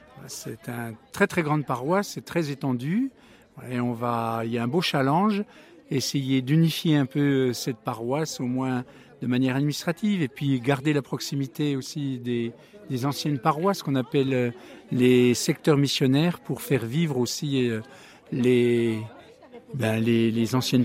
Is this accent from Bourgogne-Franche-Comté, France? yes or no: yes; Bourgogne-Franche-Comté, France; moved away as an adult; also born or lived in Haut-Doubs; now in Vesoul, France; passé 14 ans dans le Haut-Doubs horloger, Morteau, Le Russey et Mèche. Voilà, je suis originaire de la Haute-Saône. Voilà, je suis d'un village qui s'appelle Roy, à côté de Lure.